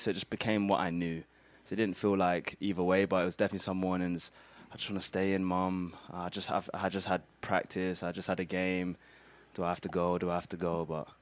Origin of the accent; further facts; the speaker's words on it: London, United Kingdom; moved away as an adult; also born or lived in Germany; now in United States; We moved to London, and I call myself an Englishman because that's where I grew up. That's where I'm cultured. My family are Christians. I was born into that, and growing up in London, that was just part of my life.